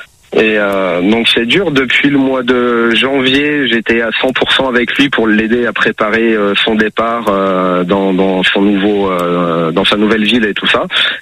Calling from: Clermont-Ferrand, Auvergne-Rhône-Alpes, France; Alors moi je suis à Clermont-Ferrand

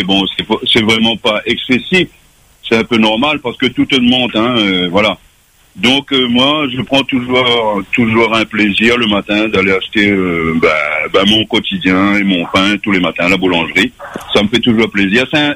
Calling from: Réunion; je suis réunionnais

